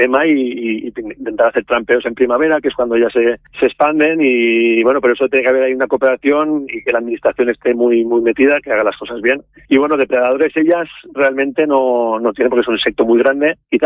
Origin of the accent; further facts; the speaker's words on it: Alquerías del Niño Perdido, Valencian Community, Spain; Sí, yo soy del pueblo de Salquerías del Niño Perdido.